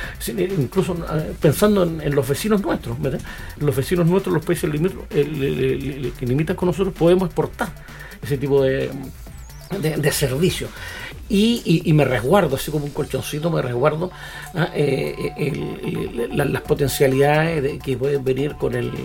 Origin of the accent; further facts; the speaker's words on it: Coquimbo, Chile; soy regionalista. Es decir, soy de acá, soy de Coquimbo y he trabajado en la empresa de la zona.